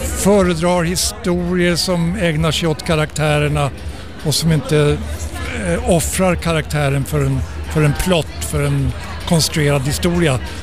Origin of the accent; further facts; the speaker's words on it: Sweden; moved away; jag är svensk regissör som har jobbat utomlands